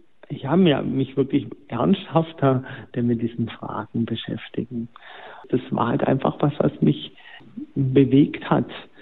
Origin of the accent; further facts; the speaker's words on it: Unteruhldingen, Baden-Württemberg, Germany; ich komme aus Unterulding, auf der anderen Seeseite ist Konstanz